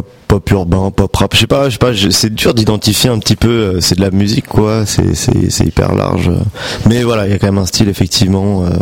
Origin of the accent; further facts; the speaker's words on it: Charenton-le-Pont, Île-de-France, France; born there; Je suis né à Charenton-le-Pont, à la clinique de Bercy, pour être précis.